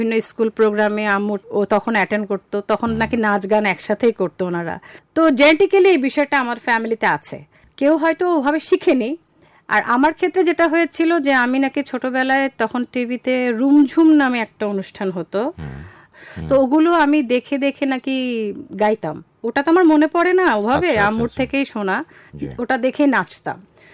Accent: Dhaka, Dhaka Division, Bangladesh; আমার জন্ম ঢাকায়, আমার একেবারে সবকিছু ঢাকার মালিবাগ চৌধুরীপাড়া।

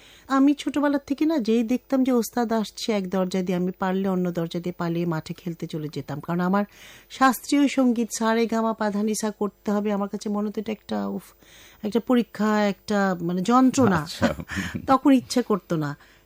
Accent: Dhaka, Dhaka Division, Bangladesh; আমার জন্ম ঢাকাতেই, ওল্ড টাউনে, খাজেদেওয়ানে। আমার school Viqarunnisa school, Holi cross কলেজে, তারপর পরবর্তীতে আমি Bangladesh university of engineering and technology বুয়েটে পড়াশোনা করেছি স্থাপত্য চর্চা নিয়ে।

